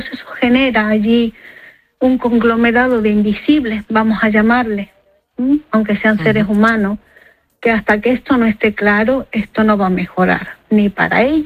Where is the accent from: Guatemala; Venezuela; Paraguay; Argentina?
Argentina; now in Spain; Yo soy migrante, ¿vale? Yo soy argentina. Llevo 20 años en España.